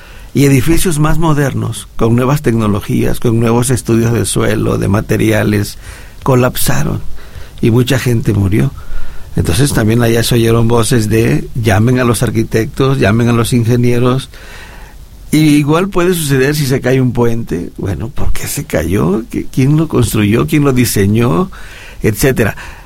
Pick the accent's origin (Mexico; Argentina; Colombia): Mexico; Guerrero; Yo, pues, vengo de Guerrero, pero estuve investigando que aquí en Morelos está en el artículo 248 del Código Penal del Estado de Morelos.